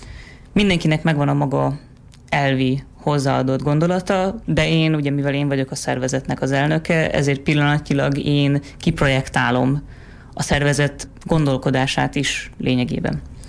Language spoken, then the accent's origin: Hungarian; Hungary; de mégiscsak magyarok vagyunk. Nekem ez az alapvető gondolkodásom, egy szabad és erős Magyarország.